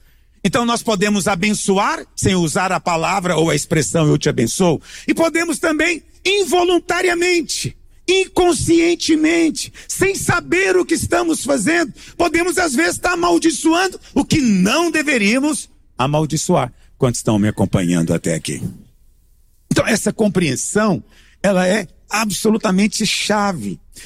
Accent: Goiás, Brazil; nós somos goianos, a gente nunca usa essa palavra.

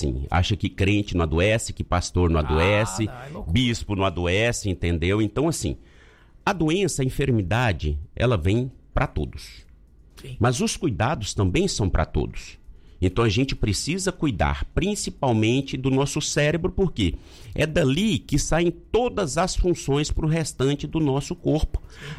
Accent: Jaupaci, Goiás, Brazil; Então eu estava com a minha família em Jaupassi, que é a minha cidade natal, no interior aqui de Goiás.

